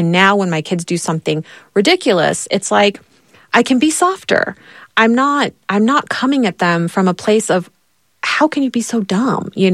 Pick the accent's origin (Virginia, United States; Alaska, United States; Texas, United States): Texas, United States; as I was growing up in Texas